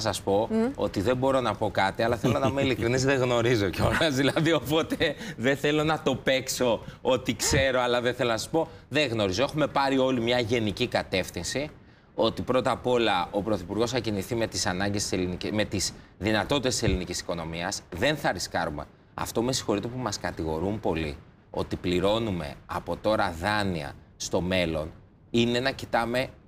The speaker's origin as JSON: {"language": "Greek", "town": "Athens", "region": "Attica", "country": "Greece", "said": "όσοι είμαστε από Αθήνα"}